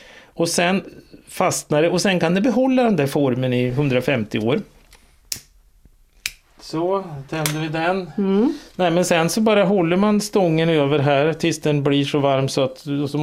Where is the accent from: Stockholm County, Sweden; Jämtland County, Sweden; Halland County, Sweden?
Jämtland County, Sweden; jag är uppvuxen i Jämtland, så då där hade ju alla älghorn hemma i garaget